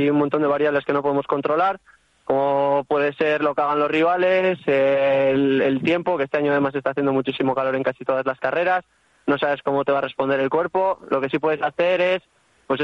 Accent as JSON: {"language": "Spanish", "town": "Ermua", "region": "Basque Country", "country": "Spain", "said": "ser chupinero en mi pueblo"}